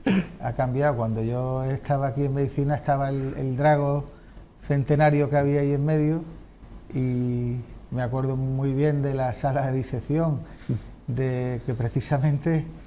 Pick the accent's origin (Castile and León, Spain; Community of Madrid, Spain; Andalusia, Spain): Andalusia, Spain; Jerez de la Frontera; yo soy de Jerez